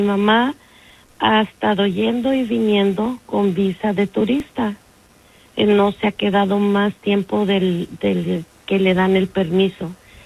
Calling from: Fresno, California, United States; Vivo en la ciudad de Fresno

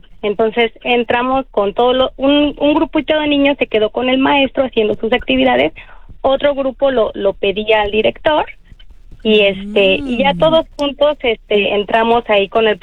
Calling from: Pachuca, Hidalgo, Mexico; Soy mexicana, soy de Hidalgo, Pachuca, ajá. Hidalgo.

